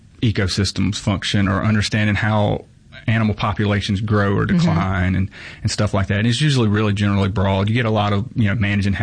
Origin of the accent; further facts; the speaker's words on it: United States; So I'm from Lawrence County. I tell people all the time, you know, Lawrence County to this day has like one red light